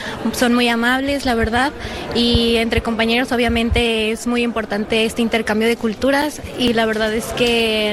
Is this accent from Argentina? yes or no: no; Mexico; now in León, Spain; Sí, solamente llevamos unos días, como una semanita, venimos llegando desde México.